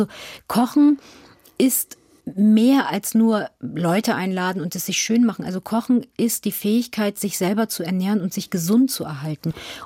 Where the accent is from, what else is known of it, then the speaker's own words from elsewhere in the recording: Lower Saxony, Germany; Ich bin in Niedersachsen zur Schule gegangen.